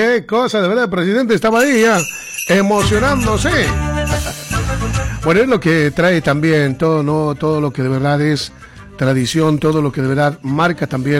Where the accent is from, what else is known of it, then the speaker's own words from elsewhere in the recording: Bolivia; En nuestra querida Bolivia